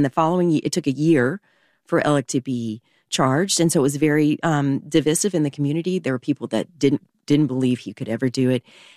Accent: the South, United States; as a Southerner myself

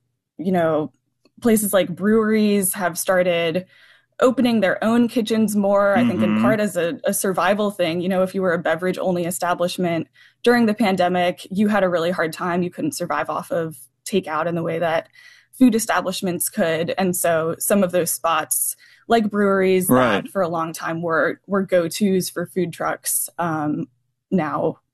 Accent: Durham, North Carolina, United States; I grew up in Durham and was kind of coming of age when Only Burger was all the rage and Pie Pushers

